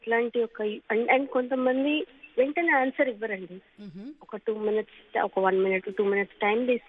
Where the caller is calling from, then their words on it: Hyderabad, Telangana, India; హైదరాబాద్ నుంచి.